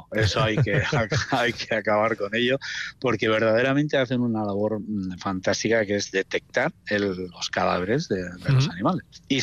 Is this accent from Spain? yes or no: yes; Navarre, Spain; Yo soy navarro